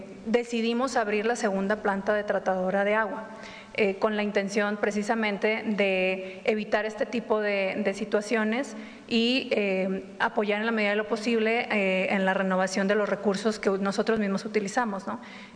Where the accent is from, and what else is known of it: Mexico